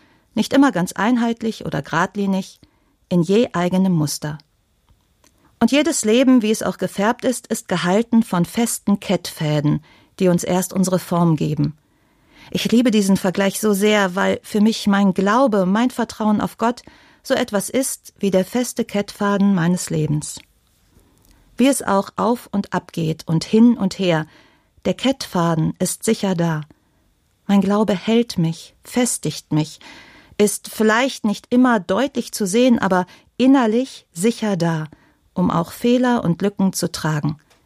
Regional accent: Krefeld, North Rhine-Westphalia, Germany; Ich komme aus Krefeld, der Samt- und Seidenstadt. Krefeld hat eine alte Kultur rund um das Weben von Stoffen und das habe ich meine ganze Kindheit über gemerkt.

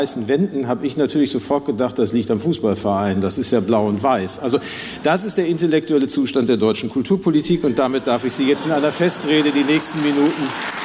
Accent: Hamburg, Germany; Da können wir als Hamburger was zu erzählen.

